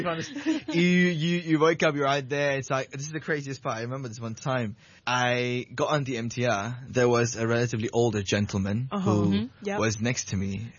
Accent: Bangladesh; English is a second language; moved away as an adult; now in Hong Kong; I'm originally from Bangladesh. I came to Hong Kong around 3.5 years back for university particularly.

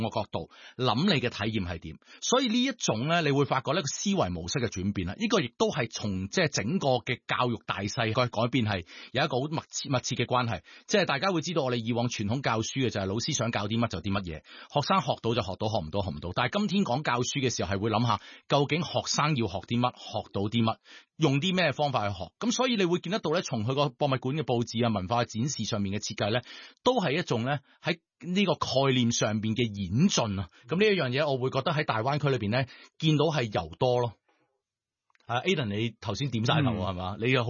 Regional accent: Fujian, China; 尤其是我系作为福建人啦

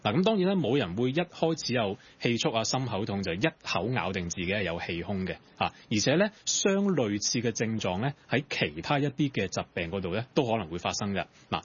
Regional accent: Guangdong, China; 其實只係我哋廣東人將佢講得特別盞鬼啲啊咁樣啫

